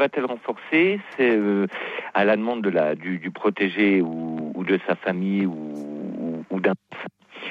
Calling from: Nancy, Grand Est, France; Je vous appelle de la région Grand Est.

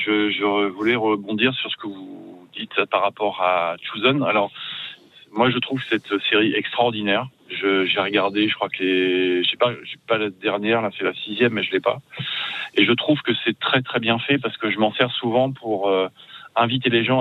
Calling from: Saint-Germain-en-Laye, Île-de-France, France; Je suis près de Saint-Germain-en-Laye.

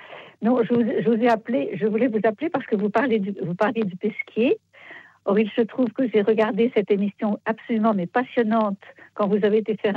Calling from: Versailles, Île-de-France, France; Je vous appelle de Versailles.

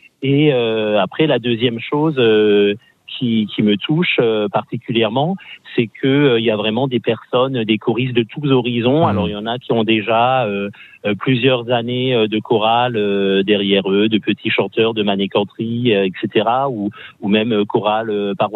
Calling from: Strasbourg, Grand Est, France

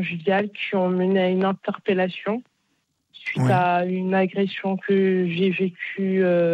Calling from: Bagneux, Île-de-France, France; je suis en Île-de-France.

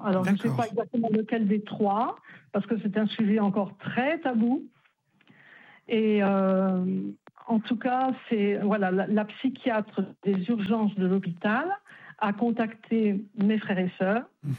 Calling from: Brittany, France; je vous appelle de Bretagne

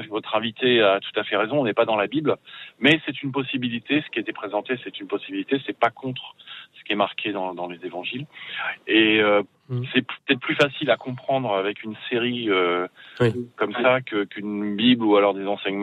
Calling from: Île-de-France, France; Je suis dans les Yvelines, je suis près de Saint-Germain-en-Laye.

